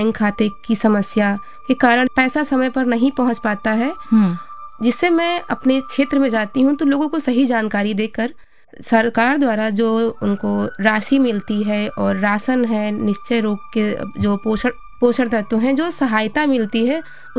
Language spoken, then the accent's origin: Hindi; Gonda, Uttar Pradesh, India; मैं गोंडा नगर से हूँ